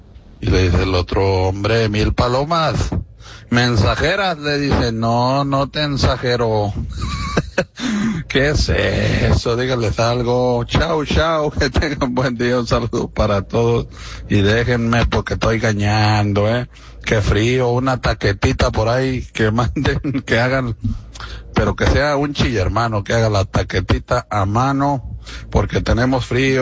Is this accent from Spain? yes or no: no; Mexico; Hay que apoyarnos como mexicanos, hombre, aunque sea de las Chivas, pero pues él es, va representando México